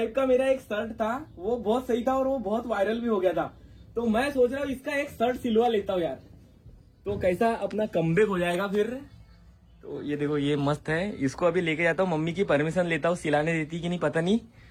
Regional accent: Maharashtra, India; मेरा गांव है कहाँ पे। तुमसर आना ठीक है, बालाघाट मत आना, तुमसर के पास में है। तुमसर से 28 किलोमीटर दूर है।

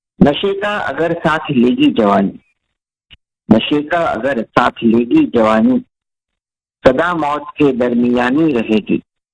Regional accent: Indore, Madhya Pradesh, India; moved away as an adult; also born or lived in Ujjain / Ghaziabad; now in Dubai, United Arab Emirates; इंदौर में पला बढ़ा और मेरी शिक्षा उज्जैन में हुई।

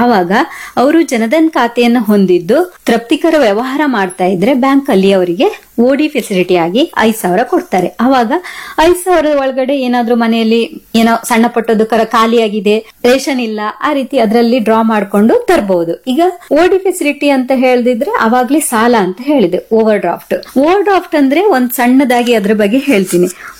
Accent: Karnataka, India; ನಾವೆಲ್ಲ ಅಪ್ಪಟ ಕನ್ನಡಿಗರು ಅಲ್ವಾ ಅಪ್ಪಟ ಕನ್ನಡಿಗರು ನಾವು

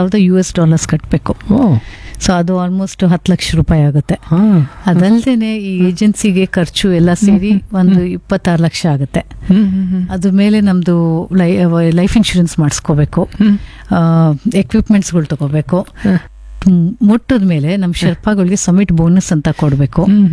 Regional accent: South India, India

